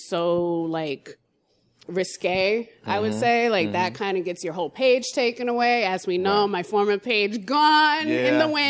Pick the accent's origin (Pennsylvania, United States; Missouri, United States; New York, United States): New York, United States; I'm from New York. I like to just go do random stuff in places like the middle of the world, which is Times Square.